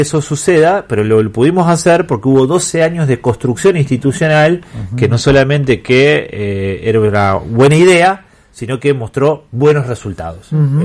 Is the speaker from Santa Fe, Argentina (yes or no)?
yes; Santa Fe, Argentina; nos terminamos siendo cargo los santafesinos de que eso suceda.